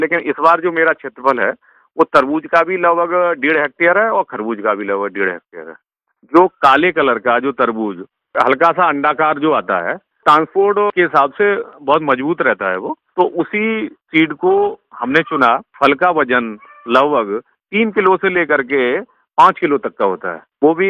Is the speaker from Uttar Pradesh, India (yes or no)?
yes; Firozabad, Uttar Pradesh, India; गांव कीठौर फिरोजाबाद का रहने वाला हूँ।